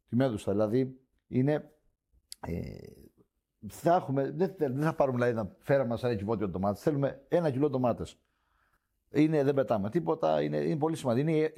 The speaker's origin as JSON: {"language": "Greek", "town": "Rethymno", "region": "Crete", "country": "Greece", "tie": "born or raised there", "said": "γιατί είναι η πόλη μου, μεγάλωσα. Εκεί που είναι το μαγαζί μου και ακριβώς μεγάλωσα."}